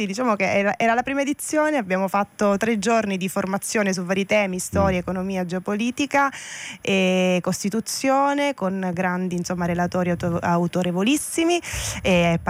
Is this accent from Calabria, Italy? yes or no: yes; Calabria, Italy; sono calabrese.